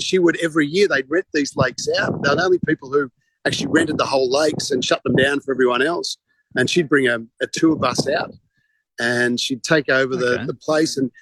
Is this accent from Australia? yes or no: yes; Australia; And being Australian, they you know, they threw me into it